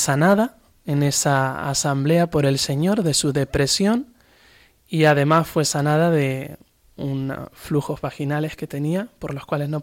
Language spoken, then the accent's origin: Spanish; Arrecife, Canary Islands, Spain; yo soy de Arrecife, en uh-huh. Lanzarote.